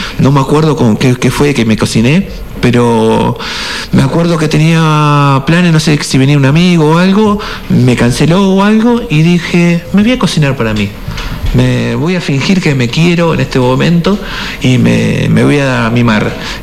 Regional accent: Buenos Aires, Argentina; Yo nací en... Soy porteño de ley. Nací directamente en el centro de lo que es Buenos Aires.

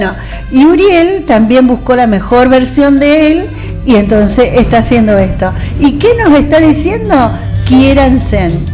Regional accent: Carcaraña, Santa Fe, Argentina; Salúdenme, que yo vengo de Carcaraña.

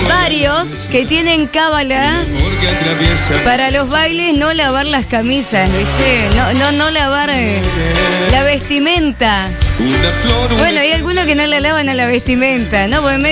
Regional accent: San Rafael, Mendoza, Argentina; soy de San Rafael Mendoza.

